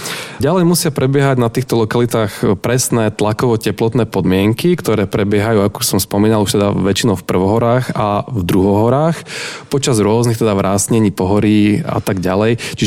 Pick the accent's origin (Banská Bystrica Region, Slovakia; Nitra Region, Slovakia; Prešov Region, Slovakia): Prešov Region, Slovakia; Humenné; moved away as an adult; now in Bratislava, Slovakia; Áno, tak ja som rodený Humenčan. V Humennom som žil v podstate celý život až do mojej vysokej školy. Chodil som tam na strednú školu, na gymnázium armádneho generála Ludvíka Svobodu